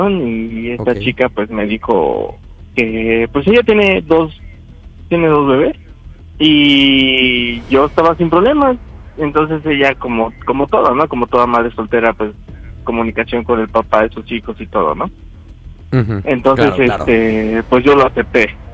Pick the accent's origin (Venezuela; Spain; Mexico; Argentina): Mexico; Las Choapas, Veracruz; Ok, tengo 28 años, soy del estado de Veracruz.